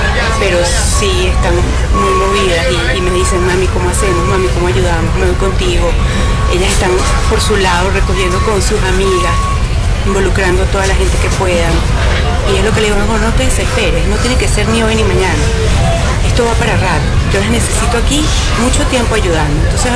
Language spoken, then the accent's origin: Spanish; Venezuela; el venezolano